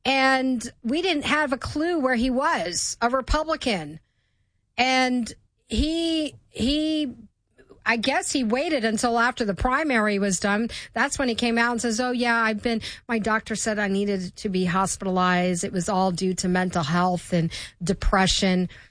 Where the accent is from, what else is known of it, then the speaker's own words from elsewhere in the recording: Maryland, United States; moved away; also born or lived in Florida; I grew up in Maryland, went to Florida